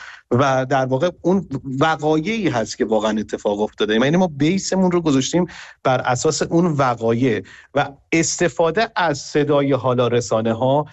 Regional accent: Iran; همه ما ایرانی هستیم

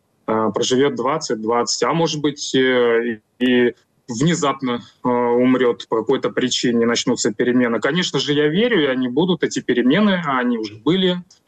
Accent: Russia; moved away; Не надо обобщать россиян, потому что я сам россиянин, я до 25-го года жил в России

